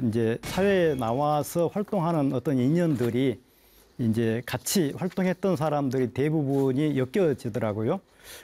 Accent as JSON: {"language": "Korean", "town": "Naju", "region": "South Jeolla", "country": "South Korea", "tie": "born or raised there", "said": "저는 고향은 전라남도 나주가 고향입니다."}